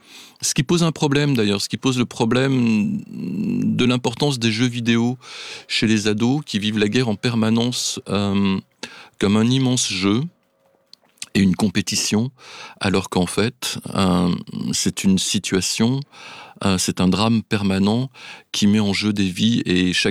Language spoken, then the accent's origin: French; France; chez nous en France